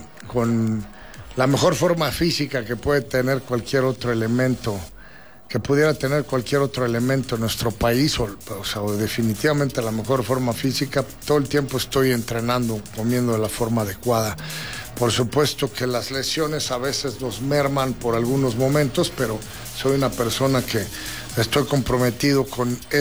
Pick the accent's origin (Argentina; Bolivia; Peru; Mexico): Mexico; San Luis Potosí; moved away; also born or lived in Mexico City; Soy de San Luis Capital, pero sí, o sea, voy para allá cada vez que se puede. La familia está allá, somos muy pocos los que salimos de San Luis y empezamos esta carrera o esta aventura del deporte en la Ciudad de México